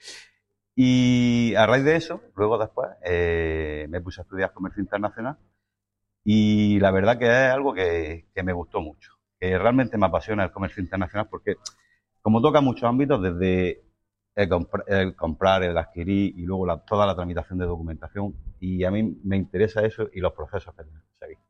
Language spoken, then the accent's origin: Spanish; China